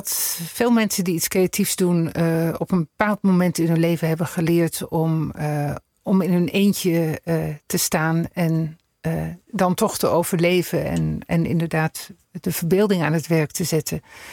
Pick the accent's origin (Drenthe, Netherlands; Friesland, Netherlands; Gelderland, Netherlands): Friesland, Netherlands; Leeuwarden; born there; also born or lived in Alkmaar, North Holland